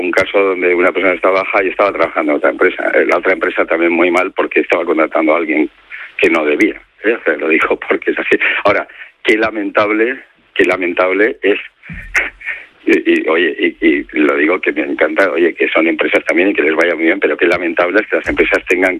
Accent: Basque Country, Spain; donde más absentismo hay en España es en mi tierra, en el País Vasco, y es donde los salarios son más altos.

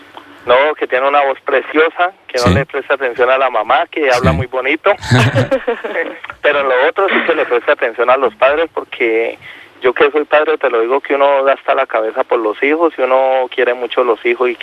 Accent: Colombia; Mira, yo soy de Colombia, yo soy colombiano.

